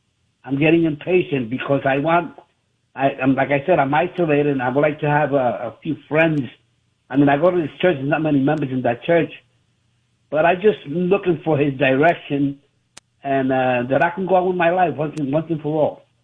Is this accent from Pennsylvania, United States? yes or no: no; New York City, New York, United States; moved away; But I'm thinking of going back to where I'm from. I'm from New York City.